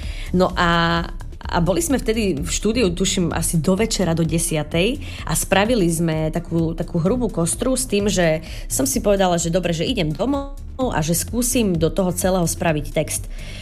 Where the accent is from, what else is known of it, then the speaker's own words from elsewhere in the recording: Bardejov, Prešov Region, Slovakia; born there; lebo ja som z Bardejova, ja som rodačka z Bardejova